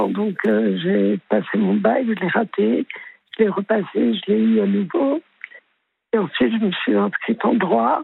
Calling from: Paris, Île-de-France, France; Après quoi, j'ai quitté Paris. Je suis allée continuer mes études d'agronome en gestion des ressources humaines. Mmh. Et ensuite, je suis revenue à Paris.

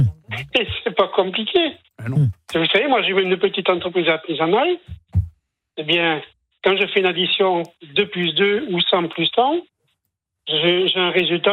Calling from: Nouvelle-Aquitaine, France; Effectivement, je suis au Pays Basque

